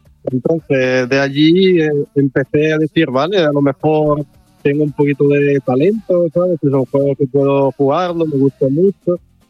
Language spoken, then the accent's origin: Spanish; Pavia, Lombardy, Italy; Spanish is a second language; Yo soy de Pavía, que básicamente muy cerca de Milano.